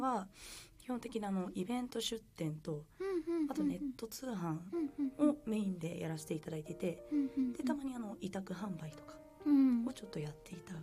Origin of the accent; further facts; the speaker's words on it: Ebetsu, Hokkaido, Japan; もともとはあの、うんうん、江別市出身の、もう江別育ちにはなります、